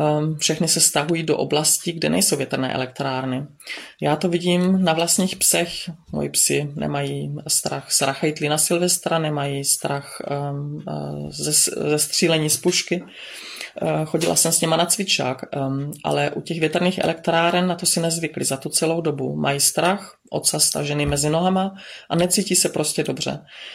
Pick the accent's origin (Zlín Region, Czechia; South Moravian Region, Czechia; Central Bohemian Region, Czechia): Zlín Region, Czechia; Bystřice pod Hostýnem; now in Dittelsheim-Heßloch, Germany